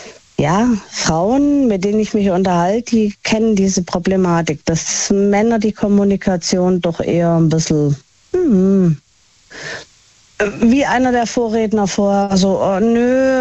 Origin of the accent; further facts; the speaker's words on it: Baden-Württemberg, Germany; Genau, ich komme aus dem Schwabenland und mein Herz ist Schwabe.